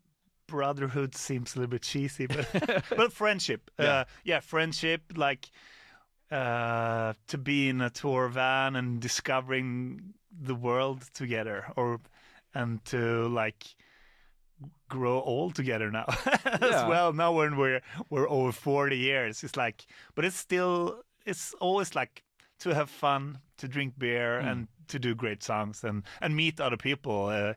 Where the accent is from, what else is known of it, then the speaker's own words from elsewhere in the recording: Falköping, Västra Götaland, Sweden; So I'm from Falköping